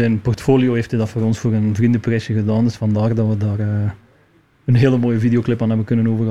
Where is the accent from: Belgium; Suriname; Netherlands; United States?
Belgium; Merelbeke, Flanders; ik kom van Merelbeke.